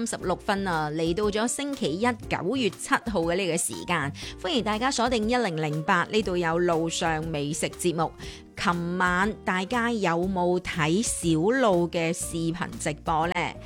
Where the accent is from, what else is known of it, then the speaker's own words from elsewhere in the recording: Guangdong, China; 碌柚啦，对于我哋广东人嚟讲呢